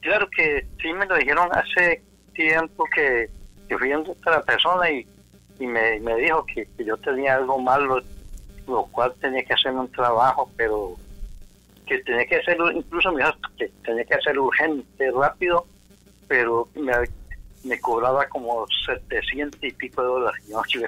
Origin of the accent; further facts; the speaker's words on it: Colombia; Yo soy de Colombia.